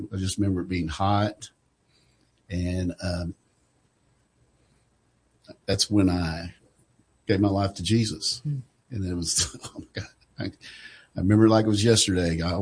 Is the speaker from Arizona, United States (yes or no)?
no; Jacksonville, Arkansas, United States; I grew up in Jacksonville with Arkansas Tech, played football there.